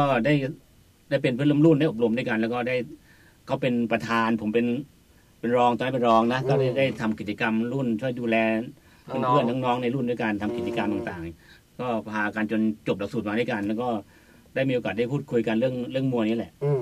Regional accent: Surin, Thailand; moved away; ผมเป็นคนต่างจังหวัดที่มีพื้นฐานที่ต้องบอกแล้วว่าผมเป็นคนจังหวัดสุรินทร

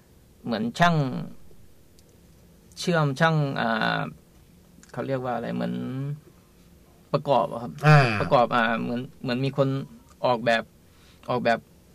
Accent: Khemarat, Ubon Ratchathani, Thailand; เป็นคนจังหวัดอุบลราชธานีครับที่อำเภอเขมราชครับ

